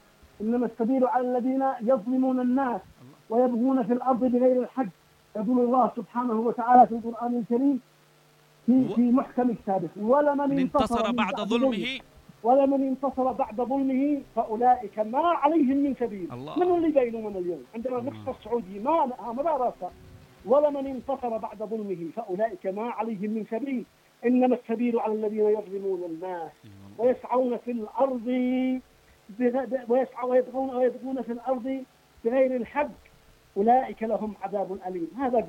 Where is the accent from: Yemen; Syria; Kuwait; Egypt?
Yemen